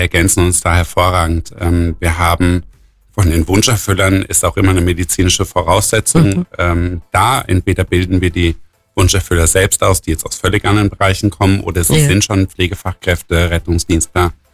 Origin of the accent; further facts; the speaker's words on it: Germany; moved away as an adult; now in Allgäu, Germany; wie man hört, bin ich auch nicht hier aus der Region, sondern ich komme aus dem Metropolregion Rhein-Neckar, wie es so schön heißt.